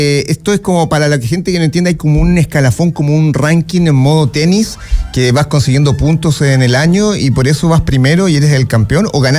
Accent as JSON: {"language": "Spanish", "town": "Talca", "region": "Maule", "country": "Chile", "said": "Perfecto, es que yo tengo ancestro, ¿viste? Tengo ancestro. Soy de Talca, hermano."}